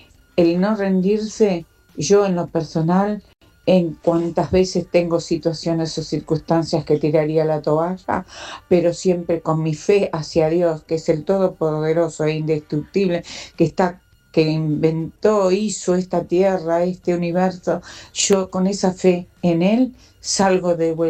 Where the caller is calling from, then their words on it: Boulogne, Buenos Aires Province, Argentina; Buen día, Latina. … de Boulogne.